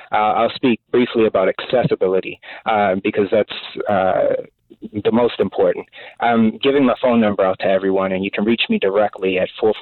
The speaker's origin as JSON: {"language": "English", "town": "Baltimore", "region": "Maryland", "country": "United States", "tie": "born or raised there", "said": "I'm born and raised in Baltimore City. I graduated from Baltimore City Public Schools. I used to be a teacher in Baltimore City Public Schools, and I still live in Baltimore City. So this is my home."}